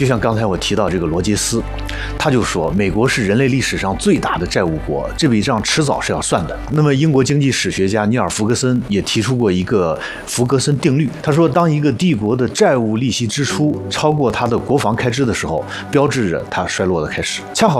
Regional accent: China; 我们中国人

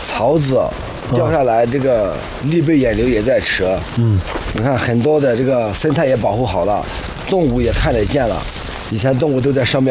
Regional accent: Yunnan, China; 我就在这里土生土长的，从小就在这里长大，小的时候一直就喜欢上鸟。因为这里鸟很多，花也很多，就叫百花岭。

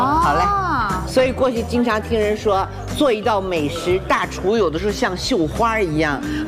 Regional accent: Shandong, China; 你是小看我们山东了

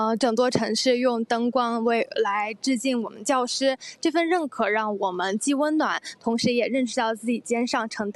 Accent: Qingdao, Shandong, China; 我是土生土长的青岛人，也非常幸运地回到咱们青岛来任教

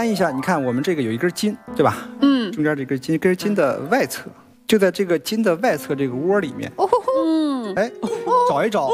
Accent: China; 那么我们中国人啊，这种膝盖疼80%以上都是内侧疼为主。

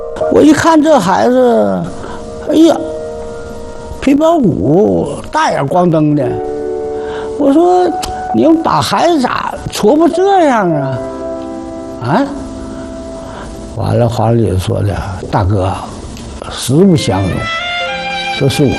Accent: Jilin, China; 她你哪儿的，我说我吉林的。这不是属于老乡吗

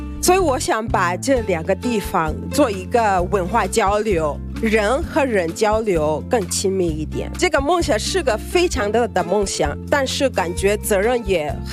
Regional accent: Kenya; 大家好，

